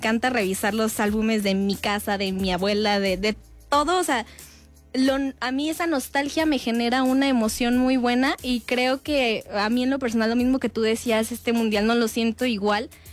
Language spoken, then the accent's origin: Spanish; Mexico; creo que es una culpa que creo que no deberíamos de cargar nosotros como mexicanos, pero al final pues tenemos mucha culpa.